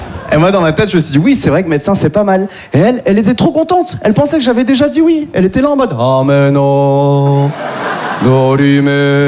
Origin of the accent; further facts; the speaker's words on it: France; born there; Et on est beaucoup d'Asiatiques de ma génération à être dans le même cas de figure. Par exemple, moi, j'ai de la Chine par mes parents et j'ai de la France par ma naissance. J'ai une double culture que je trouve très enrichissante, mais un peu paradoxale.